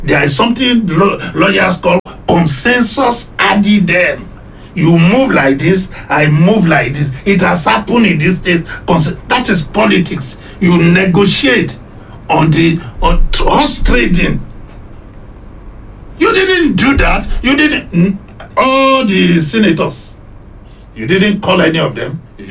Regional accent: Ondo, Nigeria; I'm from Akoko Southwest.

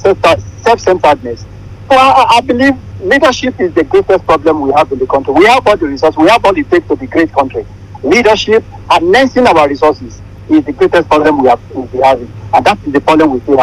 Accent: Nigeria; I am first an African man, I am first a Nigerian man before I am a Yoruba man.

